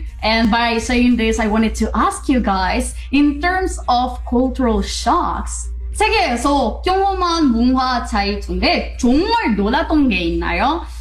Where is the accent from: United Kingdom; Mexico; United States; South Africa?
Mexico; English is a second language; Because I'm from Mexico, you're from Korea, it's almost the same thing.